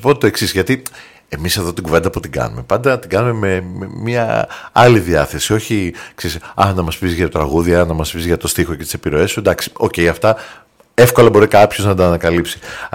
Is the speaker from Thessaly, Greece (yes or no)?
no; Piraeus, Attica, Greece; Εγώ ούτως ή άλλως είμαι Πειραιώτης